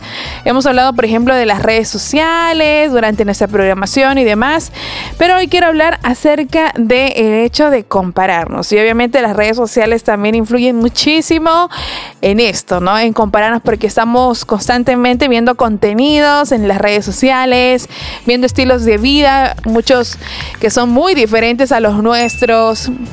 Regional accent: Peru; Somos peruanos

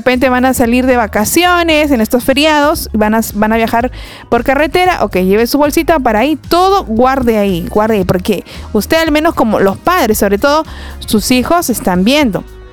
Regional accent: Peru; cada uno responsable como buen ciudadano peruano podemos hacer para mejorar nuestro país.

